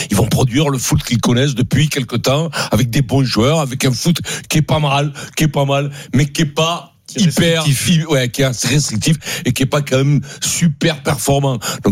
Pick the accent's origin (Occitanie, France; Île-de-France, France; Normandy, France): Île-de-France, France; Paris